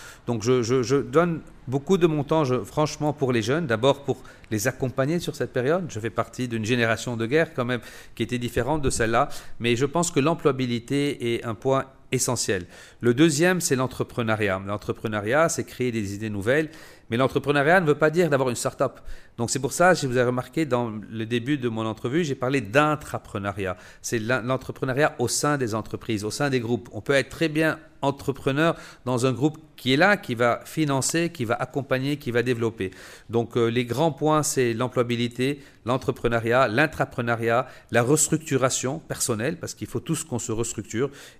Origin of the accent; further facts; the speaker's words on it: Lebanon; en tant que Libanais, il faut maintenir nos trois langues, qui sont notre diversité, mais en même temps notre ouverture au monde.